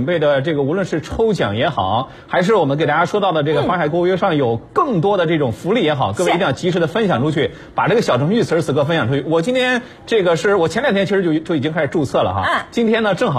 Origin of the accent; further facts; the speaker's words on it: Xuzhou, Jiangsu, China; 咱们徐州人呢特别爱吃